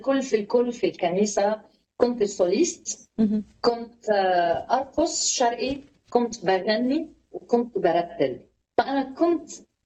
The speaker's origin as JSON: {"language": "Arabic", "country": "Lebanon", "accent": "Lebanese", "said": "وانت تترجم لنا يا رب كل كلمه لبنانيه تطلع مني تترجم مصري على طول في اسم يسوع. لهجتي منيحه بالمصري صح؟"}